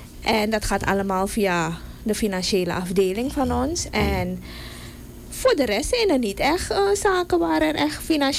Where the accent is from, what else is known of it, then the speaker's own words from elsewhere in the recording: Suriname; Als Surinamers